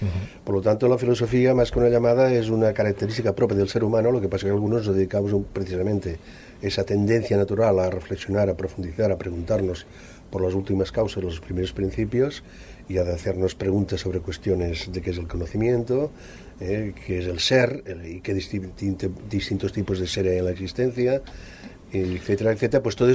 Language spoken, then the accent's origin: Spanish; Aragon, Spain; digamos que soy maño.